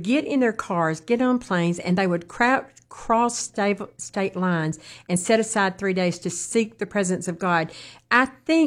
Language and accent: English; Mississippi, United States; Because that thrills me about Mississippi, because, you know, that's my home state. That was the state I was born in.